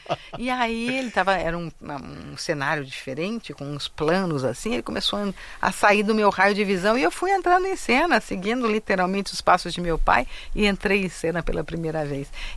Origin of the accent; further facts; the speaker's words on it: São Paulo, Brazil; also born or lived in Rio de Janeiro / Curitiba; Sim, nasci no Rio de Janeiro, fui pequenininha para Curitiba, fiquei até 4 anos lá e vim para São Paulo. Então eu fiquei dos 5 aos 18 anos aqui em São Paulo.